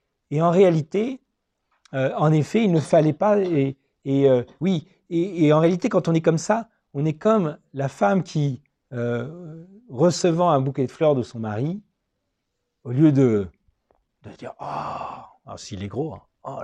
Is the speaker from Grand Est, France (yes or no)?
yes; Metz, Grand Est, France; born there; moi je suis né à Metz en France, moi je m'appellerais Metz France.